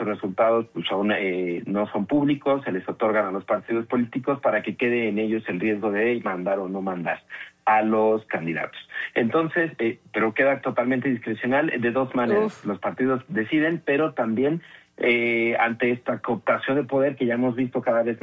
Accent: Mexico

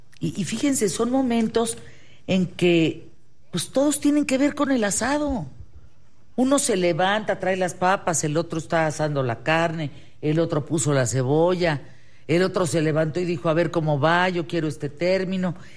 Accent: Monterrey, Nuevo León, Mexico; yo estoy acá en Monterrey, soy regio.

